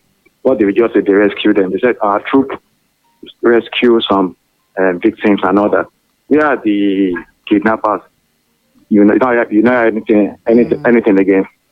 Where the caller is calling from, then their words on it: Mokoda, Nigeria; I'm calling from Mokoda.